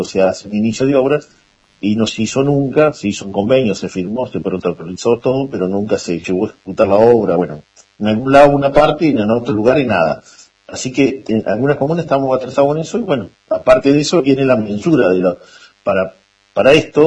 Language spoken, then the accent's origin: Spanish; Paso del Sapo, Chubut, Argentina; moved away as an adult; now in Rawson, Argentina; yo soy oriundo de Paso del Sapo, me toca estar con un cargo a nivel provincial como subsecretario de Asuntos Municipales. Paso del Sapo está al sudeste de la provincia, hacia el límite del paralelo 42, más cerca de Ingeniero Yacobasi